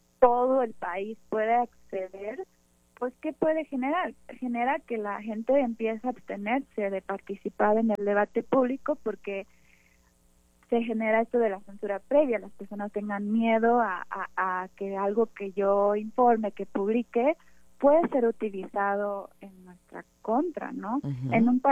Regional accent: Mexico

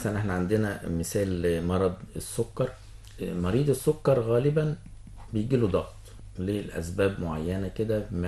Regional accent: Egypt; احنا زمان كانت الصورة عندنا في مصر مختلفة عن بره

